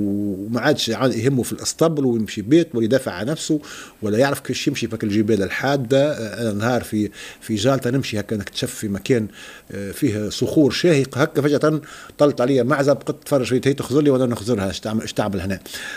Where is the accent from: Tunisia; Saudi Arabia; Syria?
Tunisia; عندنا في تونس